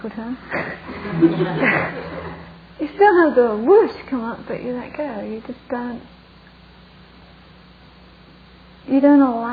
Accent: England, United Kingdom; I'm English, so I was brought up to repress them.

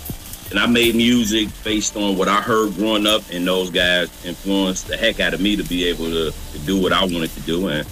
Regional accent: Chicago, Illinois, United States; I'm not from the West Side. I'm from the South Side myself

